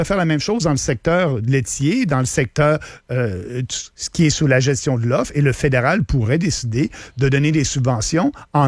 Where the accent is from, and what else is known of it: Quebec, Canada